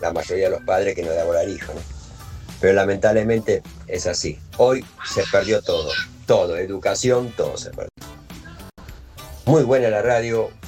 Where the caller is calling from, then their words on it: Isidro Casanova, Buenos Aires Province, Argentina; Remisero de Casanova